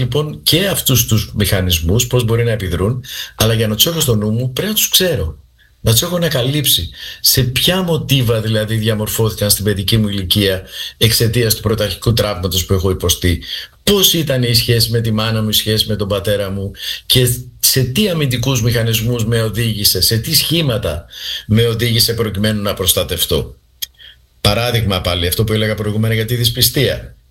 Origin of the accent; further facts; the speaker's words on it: Crete, Greece; now in Cyprus; Απ' την άλλη μεριά είμαι από την Κρήτη, η καταγωγή μου είναι από την Κρήτη. Κουβαλάω κι εγώ όλο το συλλογικό τραύμα από την ανάγκη της ένωσης της Κρήτης με τη μητέρα πατρίδα